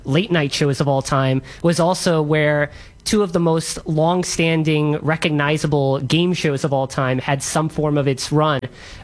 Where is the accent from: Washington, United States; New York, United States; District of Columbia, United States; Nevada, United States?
New York, United States; New York City; Because I'm from Queens